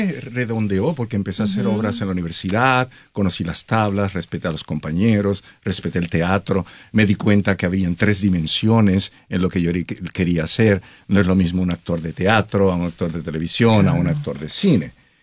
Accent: Caguas, Puerto Rico; born there; Yo llegué a Caguas cuando tenía 6 años de edad.

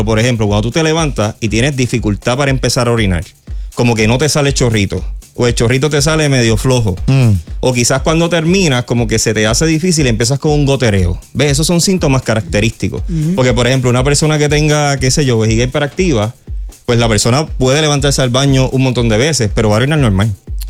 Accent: Puerto Rico

